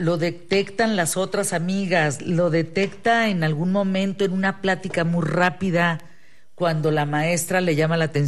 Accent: Mexico; como mexicanos tenemos que ver

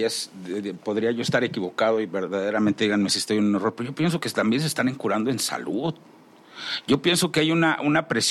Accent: Mexico; Nos ha tocado como mexicanos tener que adaptarnos a todo.

